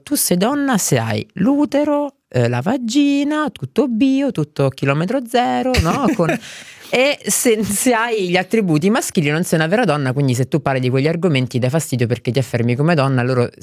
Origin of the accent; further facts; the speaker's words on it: Reggio Calabria, Calabria, Italy; Io sono di Reggio Calabria, una famiglia calabrese, quello ciò.